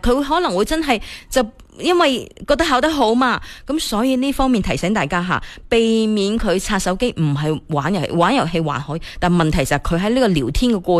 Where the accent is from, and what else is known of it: Guangdong, China